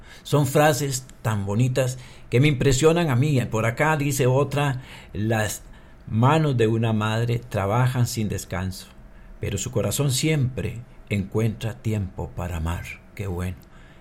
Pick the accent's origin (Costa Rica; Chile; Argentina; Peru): Costa Rica; para nosotros como costarricenses